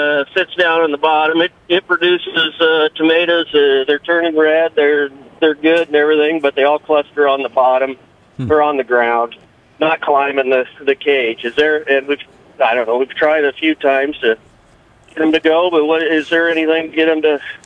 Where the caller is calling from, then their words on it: Tobias, Nebraska, United States; from Tobias.